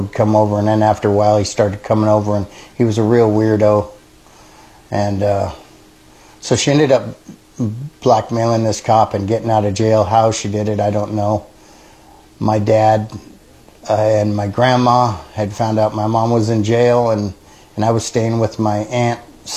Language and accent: English; Alaska, United States; because that's the way I was raised in Alaska.